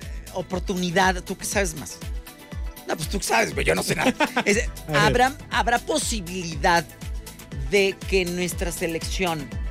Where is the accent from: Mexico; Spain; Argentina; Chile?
Mexico; Verdad, eso, como pueblo mexicano, somos yo creo que el número uno para hacerlo.